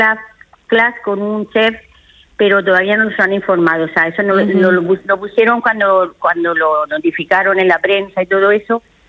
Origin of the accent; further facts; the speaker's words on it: Cartagena, Region of Murcia, Spain; también, que somos cartageneros, pero el higo, eso es muy muy murcianico, entonces eso no se puede perder.